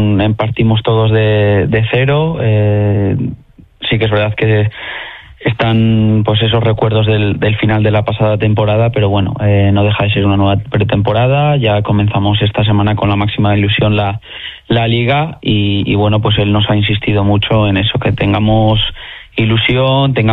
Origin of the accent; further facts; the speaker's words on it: León, Castile and León, Spain; casi todos los que estamos ahí somos chicos de León.